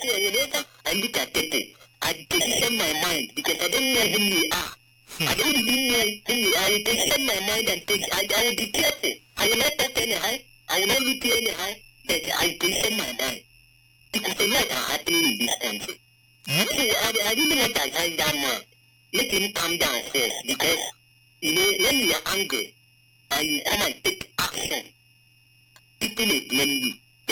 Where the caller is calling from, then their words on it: Port Harcourt, Rivers, Nigeria; from Port Harcourt.